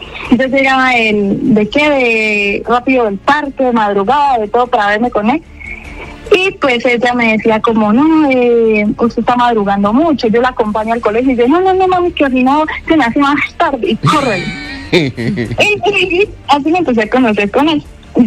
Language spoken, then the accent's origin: Spanish; Boyacá, Colombia; Pues, yo soy de Cama, Boyacá.